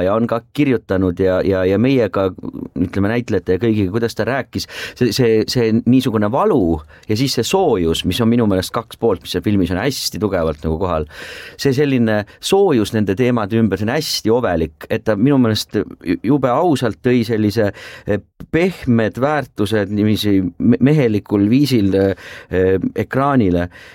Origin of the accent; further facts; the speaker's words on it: Tallinn, Harju County, Estonia; mina olen linnapoiss ja tallinlane eluaeg olnud